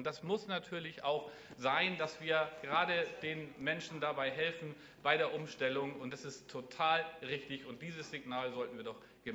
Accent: Schleswig-Holstein, Germany; Aber es ist folgerichtig, dass wir als Schleswig-Holsteiner vorangehen. Weil wenn nicht wir, wer denn überhaupt sonst?

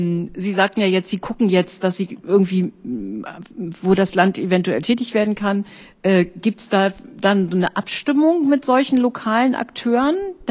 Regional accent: Pinneberg, Schleswig-Holstein, Germany; Ich komme aus dem Kreis Pinneberg, wo es schon seit Jahren ein Präventionskonzept gibt des Kreises, das alle Ebenen vernetzt.

